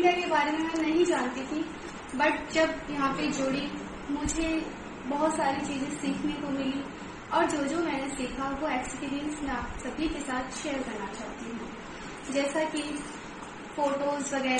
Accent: Delhi, India; और मैं दिल्ली से हूँ।

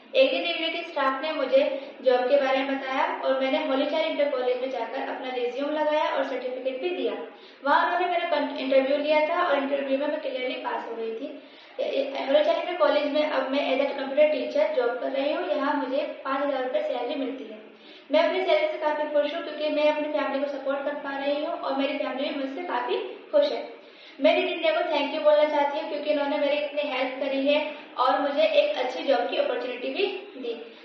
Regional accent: Rampur, Uttar Pradesh, India; मैं बी ए first year में हूँ और मैं पीडब्ल्यूडी कॉलोनी बदोटोला रामपुर उत्तर प्रदेश की रहने वाली हूँ।

